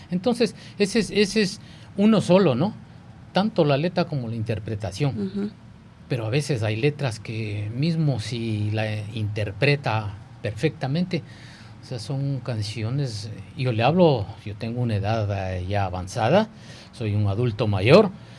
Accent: Ecuador; en especial para nosotros los ecuatorianos

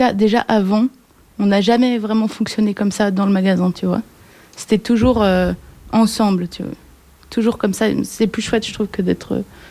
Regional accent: Brussels, Brussels-Capital Region, Belgium; je suis née à Bruxelles, toute ma vie à Bruxelles.

